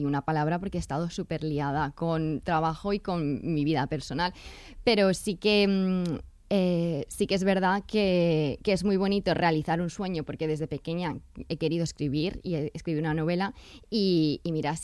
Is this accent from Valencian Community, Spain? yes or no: yes; Aldaia, Valencian Community, Spain; moved away as an adult; now in United Kingdom; Hicimos una en Aldaya, de donde soy yo originalmente.